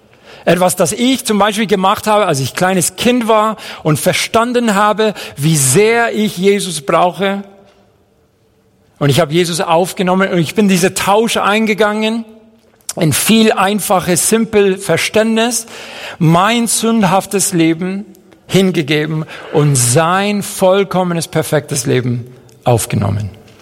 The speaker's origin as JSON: {"language": "German", "town": "Madrid", "region": "Community of Madrid", "country": "Spain", "tie": "born or raised there", "also_born_or_lived": "Seville / near Chicago", "second_language": "German", "moved": "yes", "lives_now": "Fischbach, Germany", "said": "ich bin in Großstadt Madrid aufgewachsen, bin in Sevilla geboren, Madrid aufgewachsen, dann bin ich umgezogen in die Nähe von Chicago und jetzt wohne ich in der nächste große Weltstadt, Fischbach."}